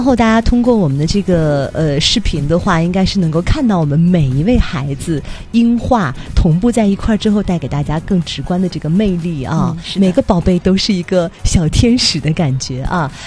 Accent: Jilin, China

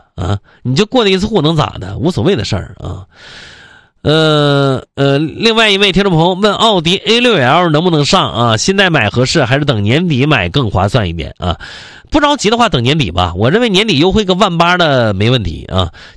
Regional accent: Jilin, China; 咱吉林省去年6月25号置换补贴结束的

